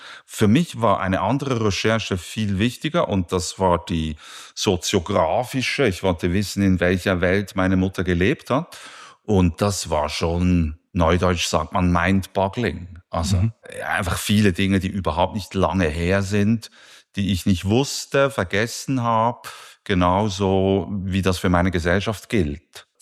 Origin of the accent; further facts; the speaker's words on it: Spiez, Bern, Switzerland; Ich hatte gerade letzten Sonntag die Gelegenheit, meine Heimat kurz zu durchfahren, durch die Spiezer Bucht zu fahren, und dort sieht man die Viertausender des Berner Oberlandes